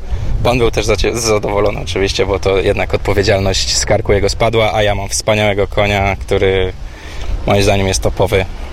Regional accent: Gdańsk, Pomeranian Voivodeship, Poland; Dzisiaj mam, ja z Gdańska jestem, a do Warszawy dojeżdżamy cały weekend z tatą, żeby grać. Dzisiaj mam o tyle szczęście, że przyjechali moi znajomi z Gdańska

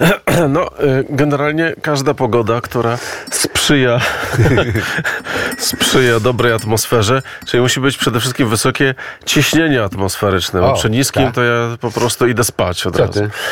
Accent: Gliwice, Silesian Voivodeship, Poland; Ja pochodzę z Gliwic i działam w Gliwicach

